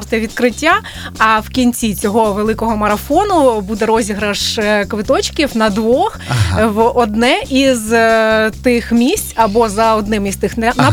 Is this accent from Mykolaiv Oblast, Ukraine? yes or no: yes; Mykolaiv Oblast, Ukraine; До речі, Гранд Каньйон є на моїй рідній Миколаївщині. Да. І я родом фактично із Гранд Каньйону українського.